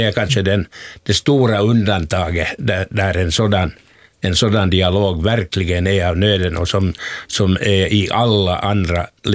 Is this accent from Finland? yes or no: yes; Finland; nu står vi ju inför fullbordat faktum också här som finländare.